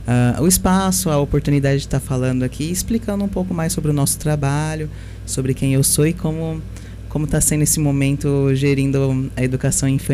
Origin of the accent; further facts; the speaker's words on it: Iacanga, São Paulo, Brazil; now in Taquaritinga, Brazil; Eu sou natural de Iacanga, no interior do estado. E por conta de estudos, concurso público, resido atualmente em Taquaritinga, né?